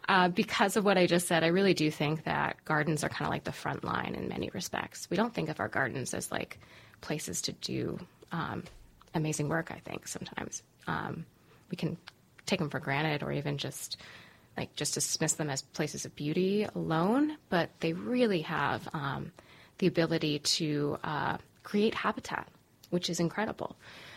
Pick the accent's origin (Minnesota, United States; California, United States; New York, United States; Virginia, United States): New York, United States; I grew up in the Catskills.